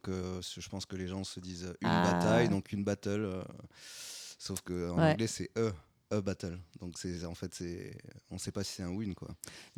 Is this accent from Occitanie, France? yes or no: yes; Léguevin, Occitanie, France; born there; also born or lived in Bourg-la-Reine / Vélizy-Villacoublay / Muret; 8-9 ans et c'est à cet âge-là après qu'on est parti dans le sud à Muret, un an à Muret et après à Léguevin. J'ai fait toute mon adolescence à Léguevin.